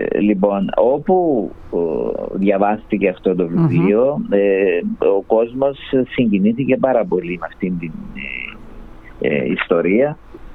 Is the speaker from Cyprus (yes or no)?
yes; Katokopia, Nicosia District, Cyprus; εγώ κατάγομαι και εγώ από τα κατεχόμενα, και υπήρξα κοινοτάρχης του κατεχόμενου χωριού μου, λέγεται Κατοκοπιά στην περιοχή Μόρφου